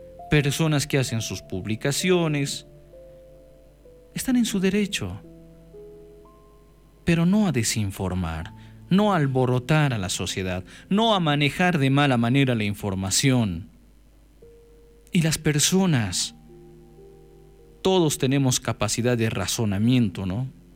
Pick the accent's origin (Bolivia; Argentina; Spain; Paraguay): Bolivia; Nosotros, como bolivianos, bolivianas.